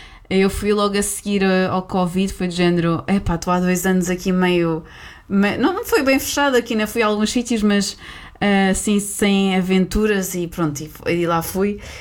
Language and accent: Portuguese; Portugal; como portugueses que éramos e também como uma francesa